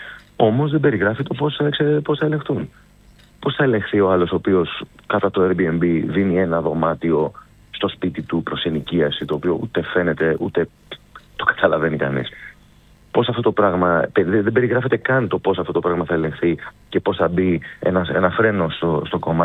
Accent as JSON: {"language": "Greek", "town": "Skiathos", "region": "Thessaly", "country": "Greece", "said": "το οποίο εγώ προσωπικά το πιστεύω πάρα πολύ για τον τόπο μου."}